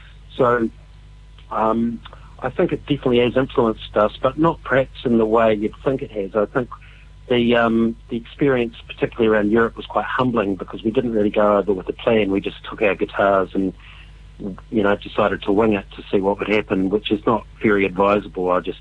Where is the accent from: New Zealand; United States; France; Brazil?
New Zealand; Dunedin, Otago; also born or lived in Auckland; So I was living in Auckland at the time. I'm originally from Otapoti, Dunedin, where we are based now, but I was living in Auckland